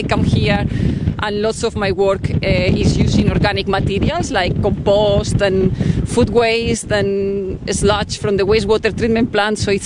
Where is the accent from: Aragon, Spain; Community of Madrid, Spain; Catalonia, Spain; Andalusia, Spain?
Community of Madrid, Spain; Madrid; English is a second language; moved away as an adult; now in Christchurch, New Zealand; Yes, I grew up in Madrid. Very big city compared with Christchurch.